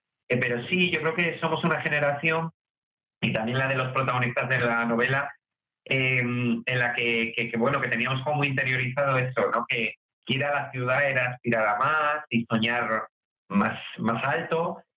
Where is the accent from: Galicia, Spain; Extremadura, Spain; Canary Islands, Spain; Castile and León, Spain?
Castile and León, Spain; Valladolid; Valladolid, que es mi ciudad